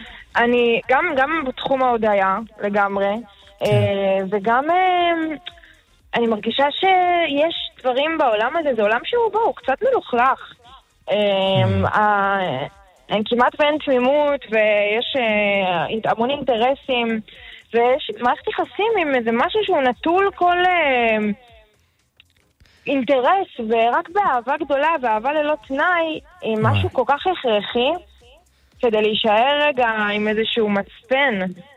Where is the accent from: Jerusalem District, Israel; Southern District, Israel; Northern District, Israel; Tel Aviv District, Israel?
Southern District, Israel; Netivot; אני גדלתי בבית מסורתי, אני מגיעה גדלתי בנתיבות, שמרנו שבת בבית